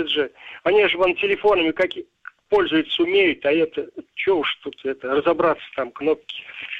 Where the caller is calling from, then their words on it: Stolbishche, Tatarstan, Russia; Мне 65 лет. Я из Столбиш, Лаишского района.